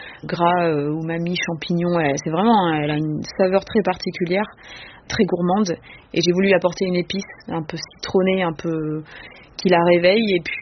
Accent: Gabon; moved away as an adult; en étant née au Gabon, en ayant grandi là-bas, passé 18 ans en Afrique

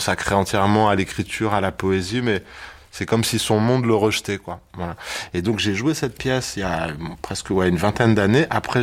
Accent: Ivry-sur-Seine, Île-de-France, France; Je l'ai joué à Ivry-sur-Seine, là où j'ai grandi et où j'ai fait toutes mes jeunes années, quoi, on va dire.

